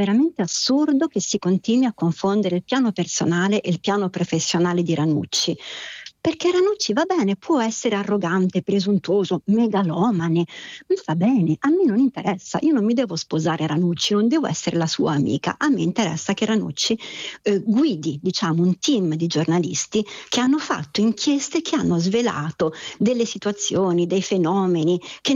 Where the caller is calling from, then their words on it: Rome, Lazio, Italy; io sono anche romana